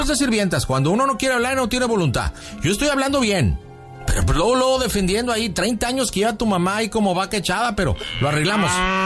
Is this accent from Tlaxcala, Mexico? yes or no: no; Jalisco, Mexico; somos de Jalisco